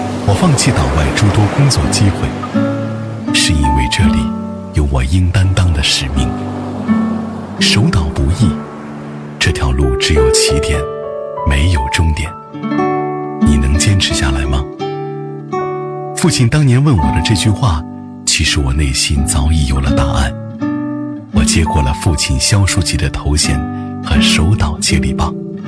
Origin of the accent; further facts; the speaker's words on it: Qingdao, Shandong, China; 我在这里出生，在这里成长，跟随着父亲的足迹去实现他未实现的理想，不忘初心，心系故乡，别忘了自己是灵山岛人。